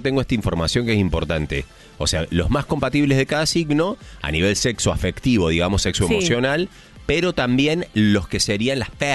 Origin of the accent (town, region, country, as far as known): Córdoba, Argentina